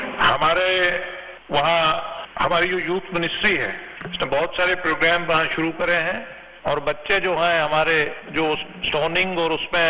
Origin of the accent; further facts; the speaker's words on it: Jammu and Kashmir, India; मैं जम्मू कश्मीर से आता हूं और हमारा जो पड़ोसी मुल्क है